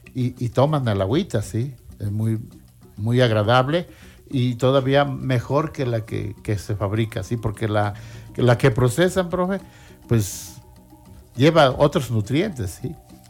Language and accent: Spanish; Mexico; en mi tierra, por allá en mi pueblo de Soquiapa.